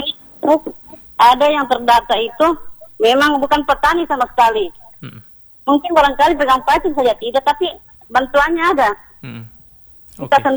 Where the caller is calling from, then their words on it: Tambun, West Java, Indonesia; Saya dari Tambun ini.